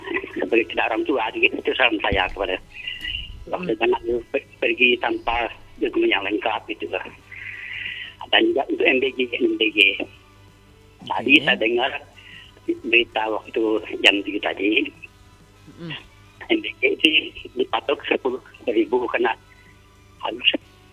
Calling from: Bonti, West Kalimantan, Indonesia; di kampung kami, di kampung Lanong.

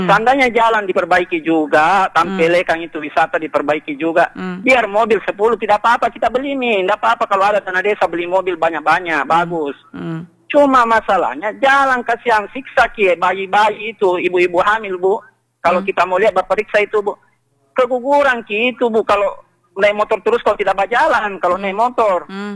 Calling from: Indonesia

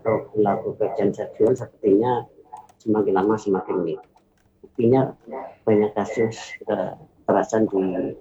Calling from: Kijang, Riau Islands, Indonesia; Kampung Kolong 6, kampung kami di sini, di Kijang Kota.

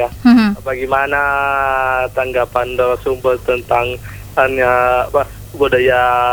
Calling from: South Sulawesi, Indonesia; kita sebagai orang Bugis Bone dan konteks sebagai anu bagi umat Islam

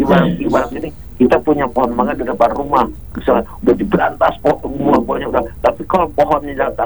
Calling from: Bandung, West Java, Indonesia; Saya dari Bandung Timur Pak, atau terbatas dengan Garut lah. Bisa di Garut, bisa Bandung juga.

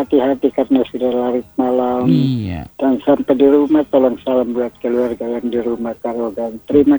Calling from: East Nusa Tenggara, Indonesia; kita orang Semau

